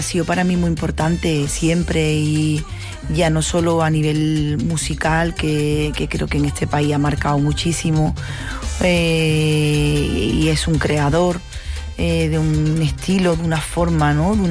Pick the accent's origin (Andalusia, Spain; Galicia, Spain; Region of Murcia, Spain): Andalusia, Spain; San Fernando; Tuve la suerte de nacer en San Fernando. La verdad que mi tierra es maravillosa y ha dado cosas muy bonitas